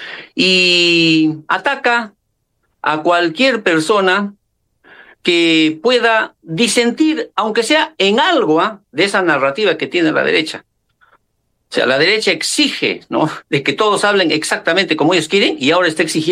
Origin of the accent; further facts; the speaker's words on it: Peru; nosotros, como peruanos